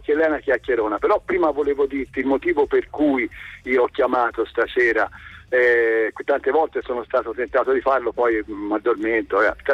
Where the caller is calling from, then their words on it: Cascina, Tuscany, Italy; siamo toscani di Cesina, siamo venuti a Vignola, provincia di Modena